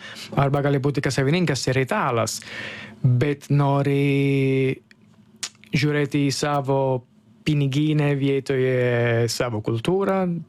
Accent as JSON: {"language": "Lithuanian", "country": "Italy", "second_language": "Lithuanian", "moved": "yes", "lives_now": "Lithuania"}